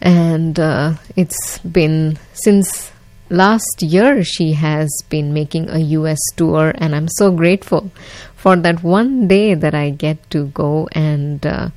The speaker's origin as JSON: {"language": "English", "town": "Mumbai", "region": "Maharashtra", "country": "India", "tie": "born or raised there", "first_language": "Gujarati", "second_language": "English", "said": "Speaking of Gujarati, that is my mother tongue, and that is the state in India, Gujarat, where my family is from. And I grew up attending these Garba performances in Mumbai"}